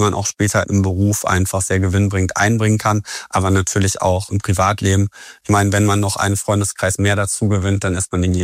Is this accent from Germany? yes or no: yes; Warstein, North Rhine-Westphalia, Germany; Also, da fange ich natürlich an bei meiner Heimatstadt Warstein